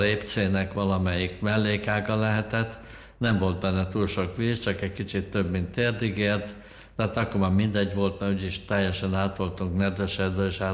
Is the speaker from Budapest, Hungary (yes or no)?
yes; Budapest, Hungary; moved away as an adult; now in Austria; és én voltam az, aki mint pesti strici ottan hozzájuk csapódott